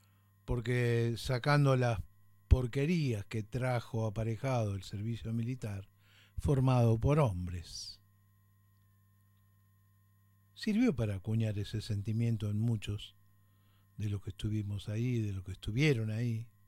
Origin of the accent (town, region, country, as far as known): Argentina